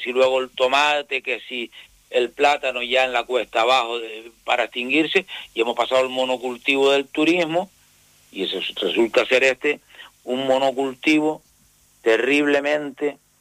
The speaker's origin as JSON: {"language": "Spanish", "region": "Canary Islands", "country": "Spain", "said": "Luego, ese es nuestro origen y nuestra entrada como pueblo canario en la historia."}